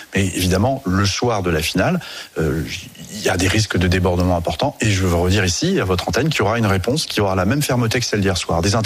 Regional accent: Centre-Val de Loire, France; puisque je suis originaire du département du Cher. Je connais bien cette zone.

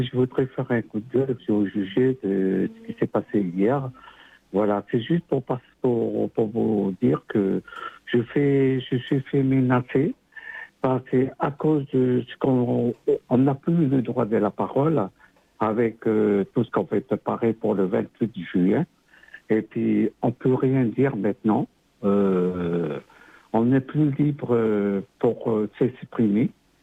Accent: New Caledonia; je suis un enfant du pays, et je suis né dans le pays, et je suis parti dans la terre là où je suis né, que mes parents sont venus de Wallis et Futuna pour pionner ici

